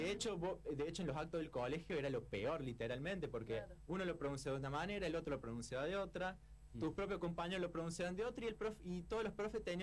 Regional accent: Córdoba, Argentina; born there; Yo nací aquí en Córdoba, creo que se me nota en el acento.

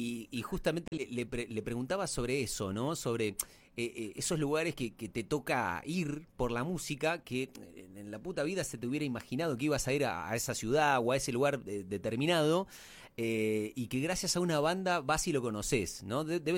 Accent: Misiones, Argentina; Yo soy de Misiones.

